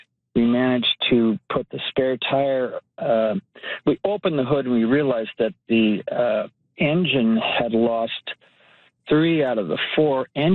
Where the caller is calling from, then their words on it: Bergen, Alberta, Canada; I'm calling from Bergen, Alberta. Pretty much paradise here.